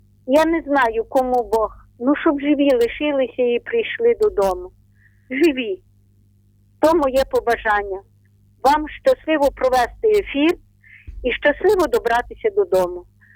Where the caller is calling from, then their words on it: Ternopil Oblast, Ukraine; Вас вітає Тернопільщина … Я за все дякую Богу і славлю його з українським народом.